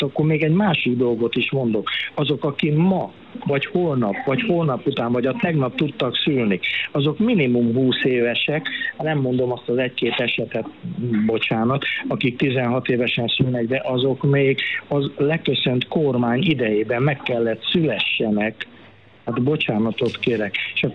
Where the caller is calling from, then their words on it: Vas County, Vas, Hungary; Vas megyéből telefonálok